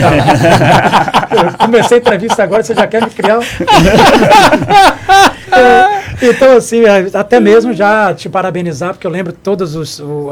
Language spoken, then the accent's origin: Portuguese; Presidente Jânio Quadros, Bahia, Brazil; moved away as an adult; now in Salvador, Brazil; eu sou do sertão da Bahia, né? Sou de Presidente Jânio Quadros, nasci, me criei lá, me formei em magistério lá.